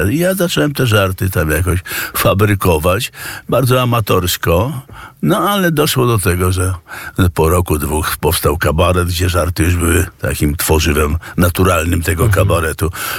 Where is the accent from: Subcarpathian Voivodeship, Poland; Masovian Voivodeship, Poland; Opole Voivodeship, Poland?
Masovian Voivodeship, Poland; Warsaw; Ja się wychowałem w gruzach Warszawy